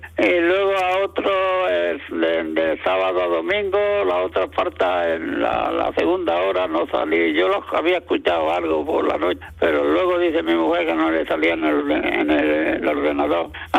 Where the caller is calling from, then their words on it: Almuñécar, Andalusia, Spain; de Almuñeca.